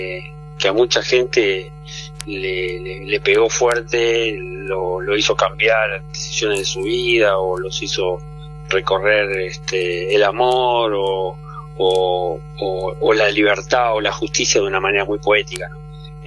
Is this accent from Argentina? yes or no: yes; Avellaneda, Buenos Aires Province, Argentina; Y bueno, sí, yo nací a 3 cuadras de la cancha de Racing, en una clínica que estaba ahí. Viví en Avellaneda, vivo en Avellaneda, todo en Avellaneda, trabajo en Avellaneda